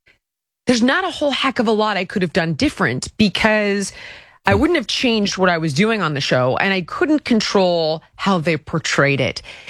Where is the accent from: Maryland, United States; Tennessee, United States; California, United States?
California, United States; And of course, growing up in California, everybody worked in the entertainment industry.